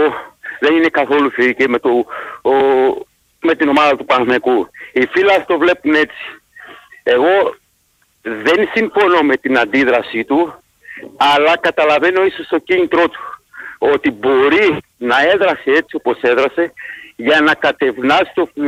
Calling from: Stuttgart, Baden-Württemberg, Germany; Ένα τελευταίο από Στουγκάρδη.

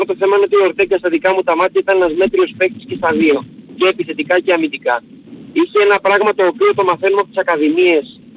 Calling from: Patras, Western Greece, Greece; από Πάτρα.

